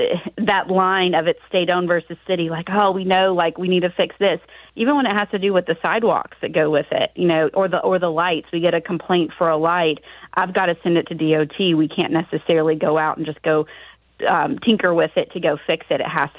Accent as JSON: {"language": "English", "town": "Louisville", "region": "Kentucky", "country": "United States", "tie": "born or raised there", "moved": "yes", "lives_now": "Myrtle Beach, United States", "said": "my hometown of Louisville."}